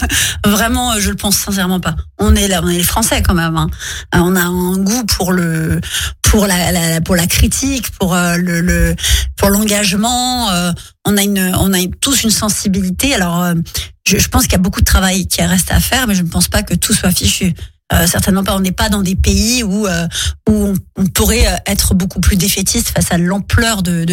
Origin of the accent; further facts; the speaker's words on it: Morocco; Nous, on est berbères, on vient du Maroc